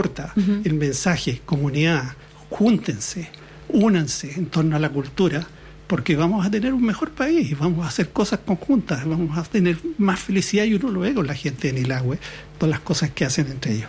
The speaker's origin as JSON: {"language": "Spanish", "region": "Maule", "country": "Chile", "said": "Yo soy del Maule y ahí se hacían los mingacos para hacer labores comunitarias"}